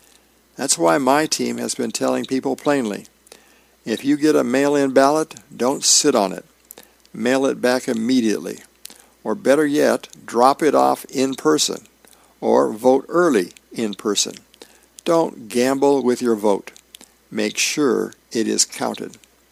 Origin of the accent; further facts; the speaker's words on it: United States; In my hometown, the tribal election is impossible to miss. It's right at the chapter house, with food tents and community energy.